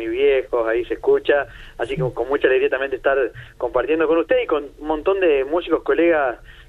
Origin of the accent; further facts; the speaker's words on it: Santa Fe, Argentina; now in Buenos Aires, Argentina; yo soy de Santa Fe, Casio de Sao Paulo, Brasil, y Eva es del conurbano bonaerense, de Castelar, y nos conocimos aquí en Buenos Aires, viviendo en Buenos Aires